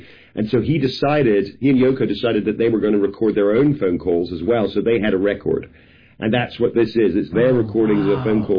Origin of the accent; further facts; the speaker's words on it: United Kingdom; Well, I'm British